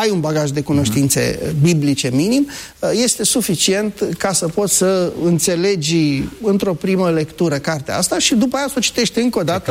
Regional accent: Romania; chiar dacă suntem din România.

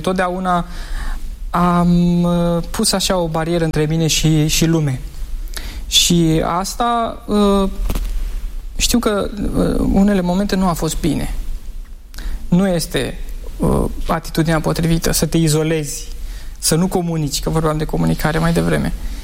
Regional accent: Spain; now in Bucharest, Romania; Eu eram român, într-o țară de spanioli. Eram adventist într-o școală de catolici.

